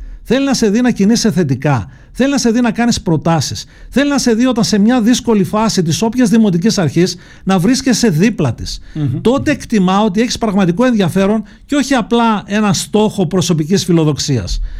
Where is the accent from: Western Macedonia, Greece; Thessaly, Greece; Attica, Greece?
Western Macedonia, Greece; Nestorio; Τώρα έτυχε να είμαι εγώ από τον Νεστόριο.